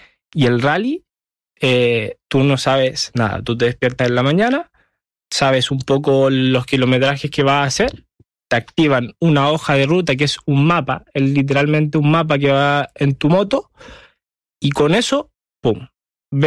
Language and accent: Spanish; Chile